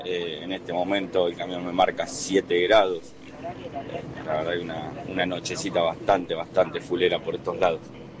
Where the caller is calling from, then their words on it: Tandil, Buenos Aires Province, Argentina; de Tandil, transportista, viajando por ruta 74, casi llegando a Autovía 2.